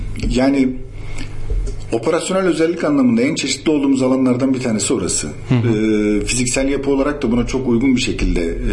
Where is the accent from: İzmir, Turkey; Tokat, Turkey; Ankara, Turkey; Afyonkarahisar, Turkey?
Afyonkarahisar, Turkey; Ben de Afyonluyum bu arada.